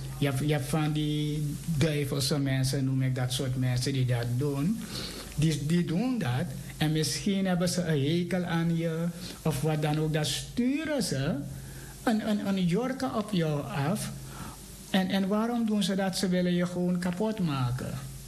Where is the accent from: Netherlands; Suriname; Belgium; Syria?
Suriname; Als Surinamers weten we dat je we noemen die dingen Jorka hebt.